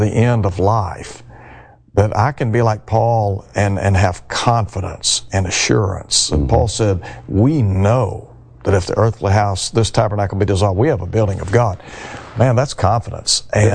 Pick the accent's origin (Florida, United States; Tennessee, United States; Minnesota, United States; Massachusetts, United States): Tennessee, United States; Chattanooga; my hometown, Chattanooga.